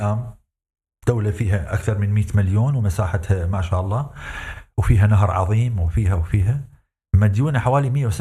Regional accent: Iraq; والساده المشاهدين من بلدي العراق.

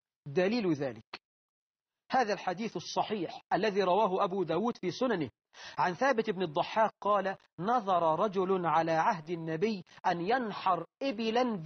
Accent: Egypt; أبو الهول مثلا تمثال عندنا في مصر محدش بيعبده

